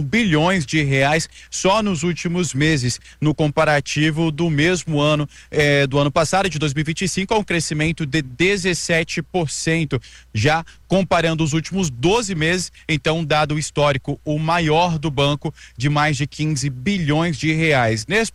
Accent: Roraima, Brazil

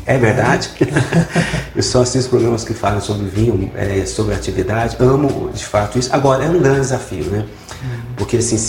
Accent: Catalão, Goiás, Brazil; moved away as an adult; now in Brasília, Brazil; Eu nasci em Catalã, Goiás, 300 quilômetros daqui, mas vim para cá jovem, né?

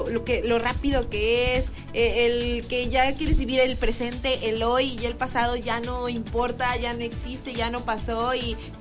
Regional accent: Mexico; a veces como mexicanos no le damos como su mérito a nuestros compatriotas.

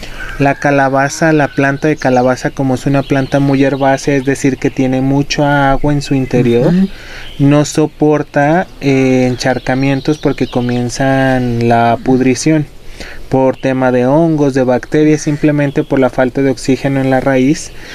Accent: Mexico; nos da identidad como mexicanos

